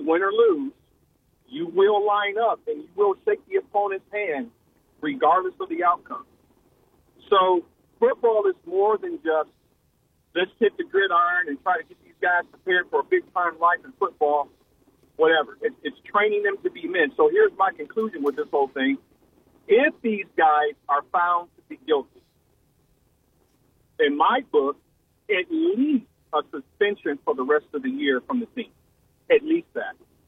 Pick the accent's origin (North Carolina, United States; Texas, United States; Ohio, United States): Ohio, United States; Cleveland; I grew up around the Glenville area.